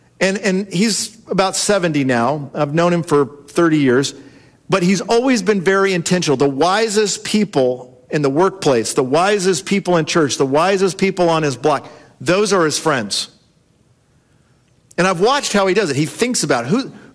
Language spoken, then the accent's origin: English; California, United States; Jared and I grew up in Southern California. She had a small pool in her backyard. I had a small pool in my backyard.